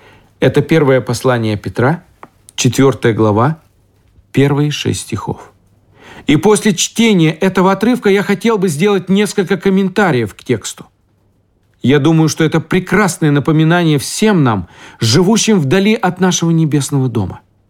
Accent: Russia

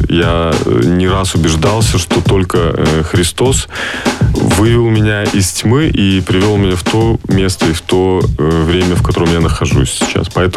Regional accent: Minsk, Belarus; moved away as an adult; now in Varna, Bulgaria; Я сам родом из Минска. Предприниматель, занимаюсь бизнесом в сфере IT. В данный момент, третий год, я уже живу в Болгарии, в Варне.

